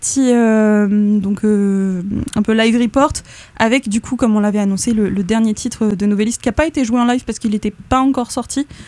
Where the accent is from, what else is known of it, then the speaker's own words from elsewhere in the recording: Brittany, France; Je suis bretonne